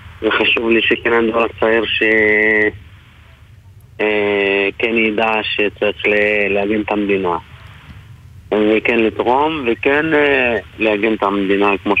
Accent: Northern District, Israel; אני מיישוב בדואי בצפון, מכפר קטלמי

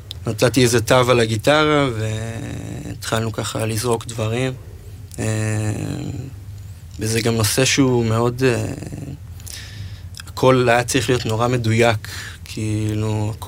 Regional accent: Pardes Hanna-Karkur, Haifa District, Israel; מפרדס חנה כרכור, אני בן 21... כן, 21.

